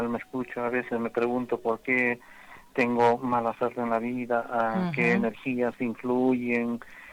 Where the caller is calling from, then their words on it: Arequipa, Peru; Yo vivo en Arequipa, ciudad de Arequipa.